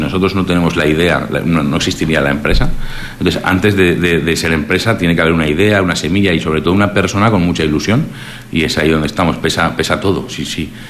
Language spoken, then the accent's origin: Spanish; Aragon, Spain; realmente somos los tres de Aragón, somos bastante jóvenes